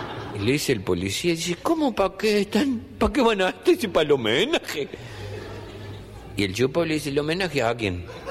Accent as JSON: {"language": "Spanish", "region": "Chaco", "country": "Argentina"}